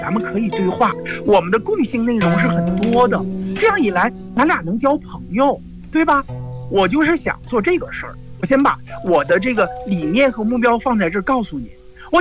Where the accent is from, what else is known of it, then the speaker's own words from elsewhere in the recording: China; 我们中国人